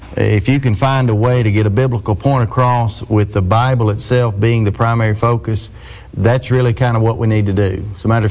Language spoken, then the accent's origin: English; Munford, Alabama, United States; I'm from the Munford, Alabama / Ironton area.